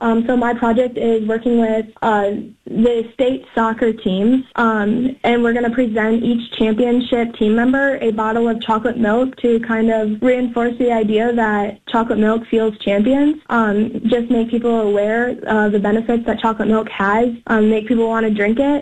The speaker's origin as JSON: {"language": "English", "area": "Delaware County", "region": "Iowa", "country": "United States", "said": "I'm from Delaware County, Iowa."}